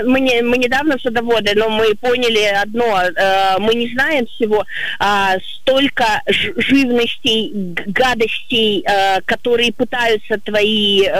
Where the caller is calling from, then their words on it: Yaroslavl, Yaroslavl Oblast, Russia; я из Ярославля.